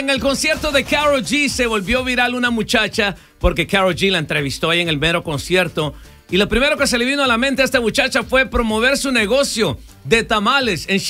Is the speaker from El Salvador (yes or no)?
yes; El Salvador; Yo siendo salvadoreño